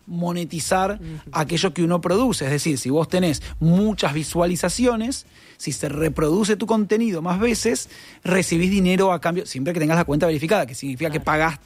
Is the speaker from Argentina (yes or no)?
yes; Argentina; para quienes somos argentinos